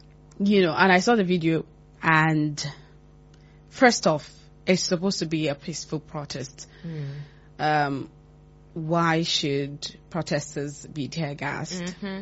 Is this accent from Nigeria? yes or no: yes; Nigeria